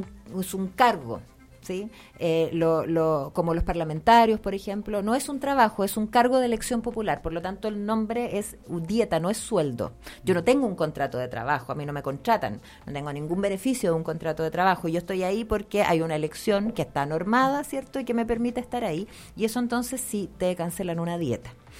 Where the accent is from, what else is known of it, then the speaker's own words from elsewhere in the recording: Curicó, Maule, Chile; yo soy nacida y criada en Curicó